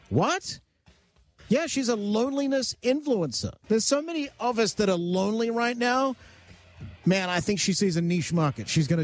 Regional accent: Australia; I remember, because I grew up in Australia, I remember you could go into like whatever the version of the dollar store was in Australia

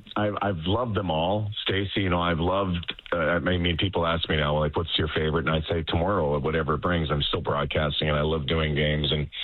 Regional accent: Winnipeg, Manitoba, Canada; I grew up in Winnipeg, the AFCO Cup and WHA days

